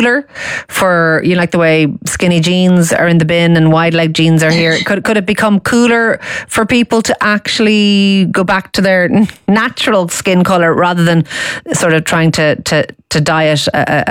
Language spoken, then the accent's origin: English; Ireland